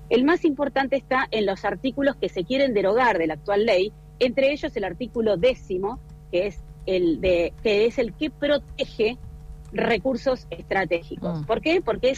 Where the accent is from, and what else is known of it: Chubut, Argentina